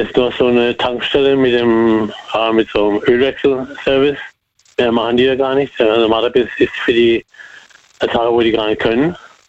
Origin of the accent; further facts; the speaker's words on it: Muggensturm, Baden-Württemberg, Germany; Ja, ich komme aus Muggensturm.